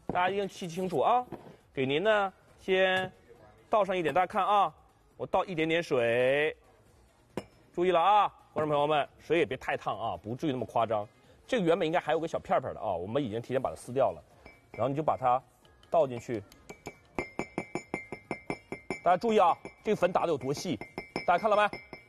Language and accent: Chinese; Heilongjiang, China; now in Shanghai, China; 我是黑龙江人，我知道那个兴安岭了